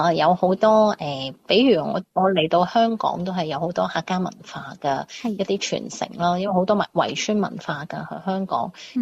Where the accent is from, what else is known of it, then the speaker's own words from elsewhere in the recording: Guangzhou, Guangdong, China; moved away as an adult; now in Hong Kong; 咁土生土长嘅广州人，咁就响广州就过咗好多好多好难忘嘅中秋同埋童年啦。